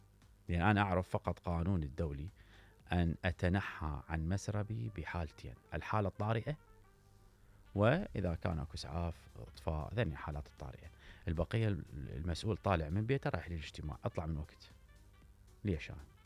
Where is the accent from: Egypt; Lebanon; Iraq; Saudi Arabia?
Iraq; أنا رجال عراقي ابن عائلة تعبان على نفسي وابن عشائر